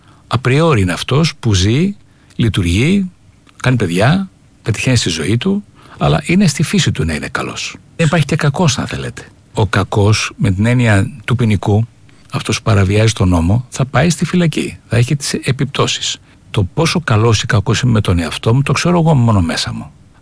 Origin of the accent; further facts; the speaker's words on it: Chios, North Aegean, Greece; Το περπάτημά μου στο λιμάνι της Χίου. Όταν ήμουν 5-6 χρονών, η Χίος ήταν φτωχική όπως όλη η Ελλάδα.